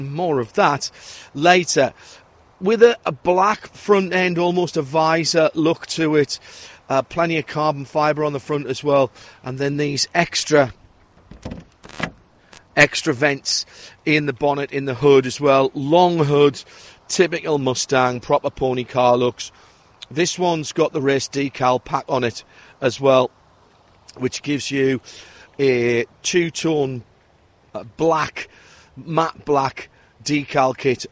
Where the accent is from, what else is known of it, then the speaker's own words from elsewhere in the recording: Imola, Emilia-Romagna, Italy; from Imola, from Italy.